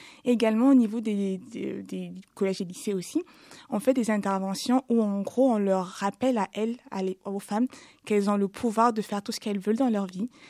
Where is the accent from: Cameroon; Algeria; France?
Cameroon; j'ai 22 ans, je suis originaire du Cameroun.